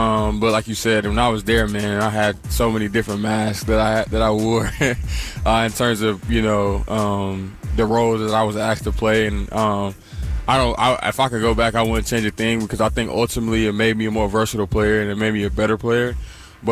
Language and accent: English; North Carolina, United States; I kind of already know how to, like, maneuver here and know about a lot of stuff because I'm obviously from North Carolina.